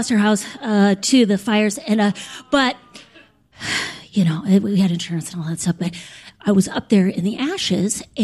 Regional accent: Duluth, Minnesota, United States; I'm from Duluth.

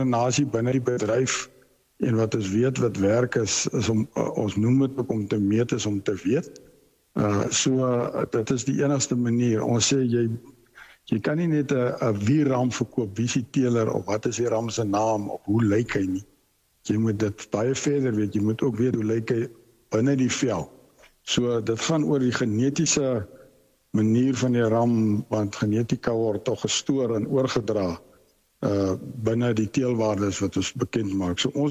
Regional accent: Northern Cape, South Africa; Nee, ek is nie van spesifiek die Griekwa stad omgewing nie. Ek is van die Noord-Kaap, ek boer in die Prieska omgewing.

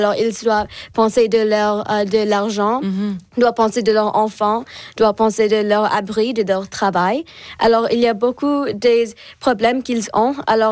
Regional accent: Ontario, Canada; je viens de la région du Halton

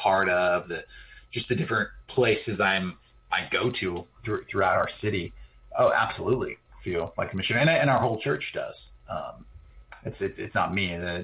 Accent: California, United States

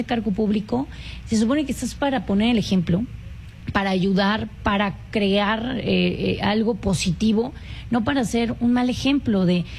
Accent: Coahuila, Mexico; como mexicanos, como coahuilenses

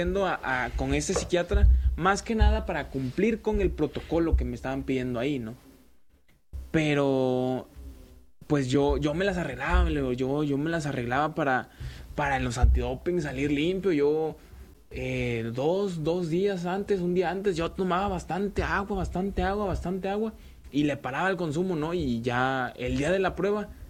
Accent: San Andrés Tuxtla, Veracruz, Mexico; moved away; Yo no soy del puerto de Veracruz, yo soy de una ciudad que se llama San Andrés, cerca de Catemaco.

